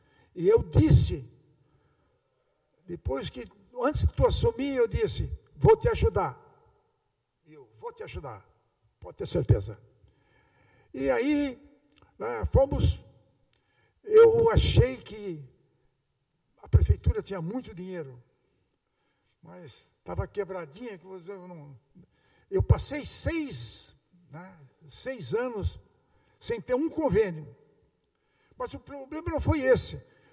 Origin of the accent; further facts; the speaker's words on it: Araranguá, Santa Catarina, Brazil; born there; E eu, quando me elegi prefeito de Araranguá, saí do interior. Eu nasci na Sapiranga. Saí do interior.